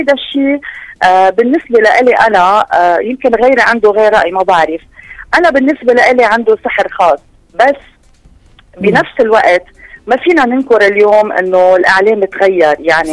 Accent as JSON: {"language": "Arabic", "country": "Lebanon", "also_born_or_lived": "Amman, Jordan", "moved": "as an adult", "said": "نحن هون بلبنان، نحن هون بلبنان"}